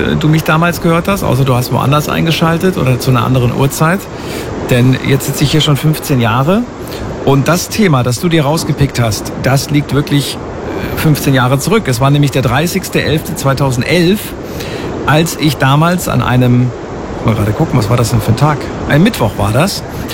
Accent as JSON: {"language": "German", "town": "Frankfurt", "region": "Hesse", "country": "Germany", "tie": "born or raised there", "said": "Ah, aus Frankfurt am Main. Aus meinem Hometown."}